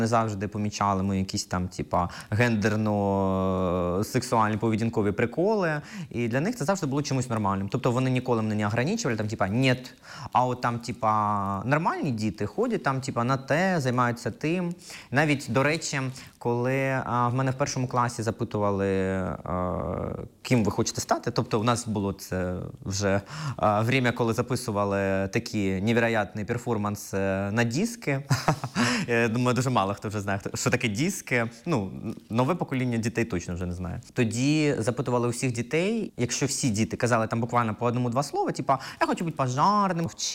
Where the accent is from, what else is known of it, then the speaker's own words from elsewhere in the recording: Kropyvnytskyi, Kirovohrad Oblast, Ukraine; moved away; я з Кропивницького.